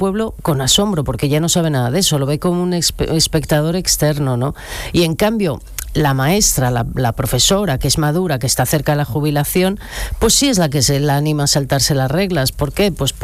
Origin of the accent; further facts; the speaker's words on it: Bilbao, Basque Country, Spain; Yo soy de Bilbao, ¿eh?